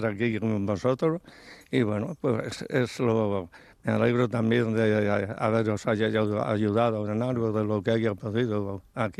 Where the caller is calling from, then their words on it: Barcelona, Catalonia, Spain; Vivo en Barcelona.